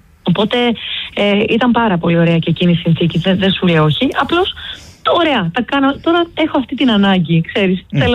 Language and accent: Greek; Drama, Eastern Macedonia and Thrace, Greece; now in Athens, Greece; Να σου πω ότι όταν κατέβηκα στην Αθήνα, επειδή εγώ ήρθα από τη Δράμα και η Αθήνα ήταν πολύ χαοτική, ψάχναμε με την αδερφή μου να πάμε σε μέρη που μας ήταν πιο οικία.